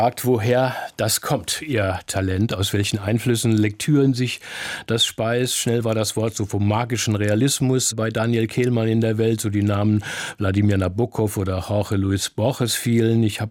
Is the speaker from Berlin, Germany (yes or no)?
yes; Berlin, Germany; als Berliner